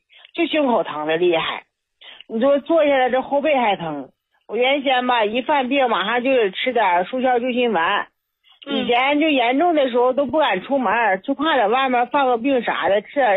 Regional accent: Tangshan, Hebei, China; 我是唐山的，

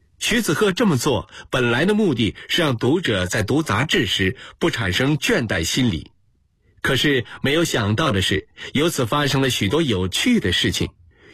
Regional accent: China; 我们中国人喜欢吃饺子，饺子不但要好吃，还得好看。

